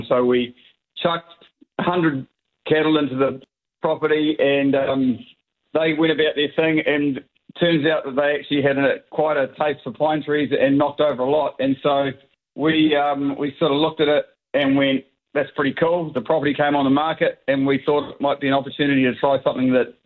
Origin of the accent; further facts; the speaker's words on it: Gisborne, New Zealand; I grew up in Gisborne, but I've been away sort of, actually a bit like you, Jamie, sort of in media for a long time, but always wanted to come back to Gisborne and farming.